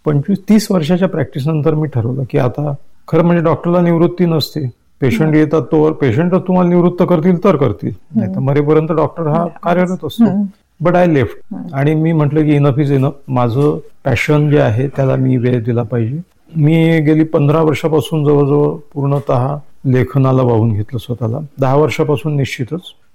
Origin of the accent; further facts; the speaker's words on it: Akola, Maharashtra, India; born there; मी Holy Cross convent स्कूलमध्ये होतो अकोल्याला.